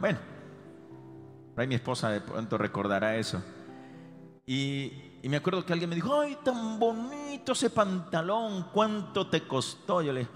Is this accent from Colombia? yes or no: yes; Colombia; participación como ciudadanos colombianos.